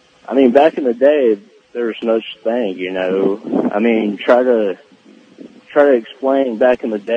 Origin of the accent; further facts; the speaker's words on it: Southern United States, United States; now in Houston, United States; I'm a spiritual person. I was born and raised Southern.